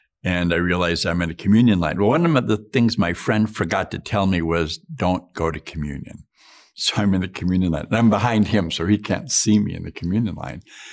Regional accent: Duluth, Minnesota, United States; born or raised there

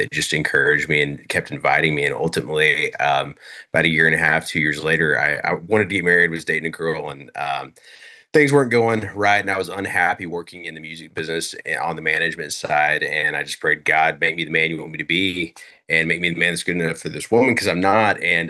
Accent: Texas, United States; moved away as an adult; now in Nashville, United States; I grew up in Texas and moved to Nashville when I was 18 and had success down in Texas on radio after my conversion in 2015.

